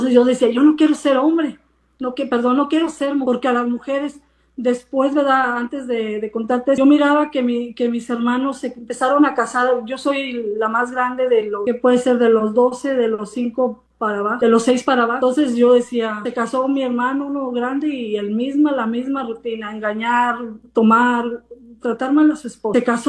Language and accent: Spanish; San Luis Potosí, Mexico; moved away; yo soy de San Luis, ¿verdad? Como te dije, en ese ranchito que yo vivía